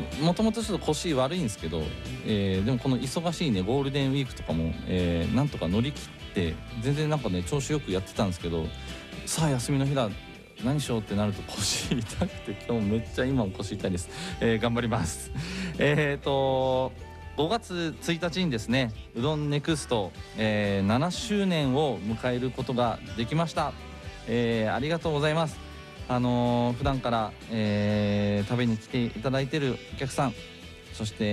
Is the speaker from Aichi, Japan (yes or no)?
no; Hokkaido, Japan; 北海道生まれ北海道育ちなんですけど知らなくて、ちょっと両親がね北海道出身じゃないっていうこともあるのか